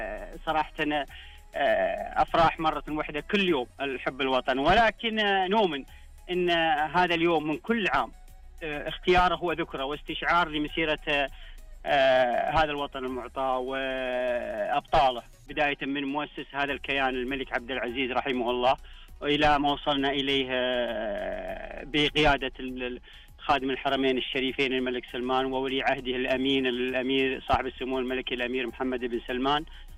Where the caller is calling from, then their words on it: Al-Qassim, Saudi Arabia; من القصيم.